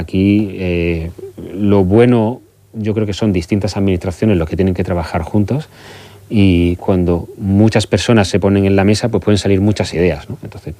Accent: Málaga, Andalusia, Spain; moved away; Voy a poner un ejemplo de Málaga, voy a tirar por mi tierra si me lo permites

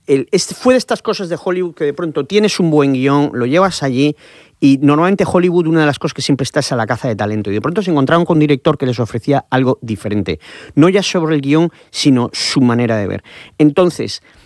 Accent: Region of Murcia, Spain; yo creo que como murcianos y como y sobre todo los de Cartagena

